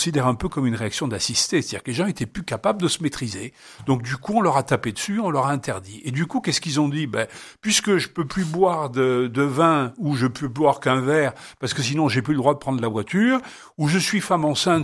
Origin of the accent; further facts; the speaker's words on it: Provence-Alpes-Côte d'Azur, France; en Provence, où je viens, moi, du Var